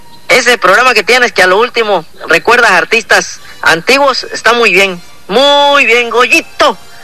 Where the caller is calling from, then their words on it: Cancún, Quintana Roo, Mexico; ando acá en una plataforma, trabajando en Cancún, Quintana Roo